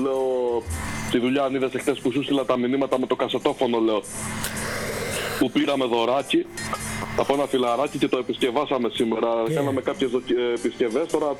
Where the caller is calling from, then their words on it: Kalamaria, Central Macedonia, Greece; από Καλαμαρδιά.